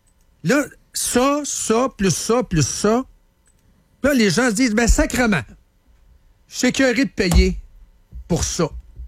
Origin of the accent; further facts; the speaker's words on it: Quebec, Canada; Les Québécois, on est des Québécois.